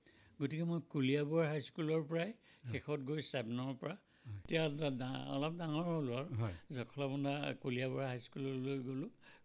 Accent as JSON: {"language": "Assamese", "town": "Jamuguri", "region": "Assam", "country": "India", "tie": "born or raised there", "said": "মোৰ মামাহঁতৰ ঘৰ আছিল জামুগুৰিত। সৰুতে মাতৃহাৰা হোৱাত দুখ কষ্ট, অৱশ্যে মা ঢুকোৱাৰ অলপ দিনৰ আগতে মোক মামাহঁতৰ ঘৰলৈ লৈ গৈছিল।"}